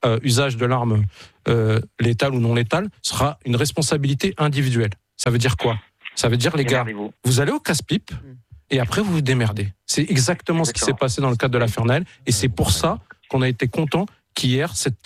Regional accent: Morocco; now in France; je suis marocain aussi, j'ai la chance d'être binational. Mon pays, la France, m'a laissé cette chance-là.

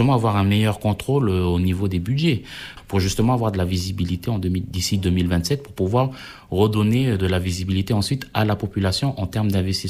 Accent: Ouvéa, Loyalty Islands Province, New Caledonia; moi, j'ai grandi à Ouvéa, j'ai grandi en tribu, je vis là-bas.

